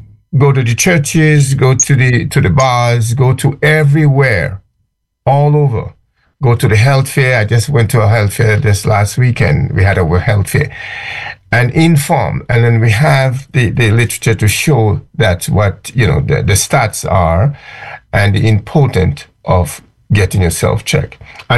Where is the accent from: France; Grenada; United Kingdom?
Grenada; moved away; how we grew up in Grenada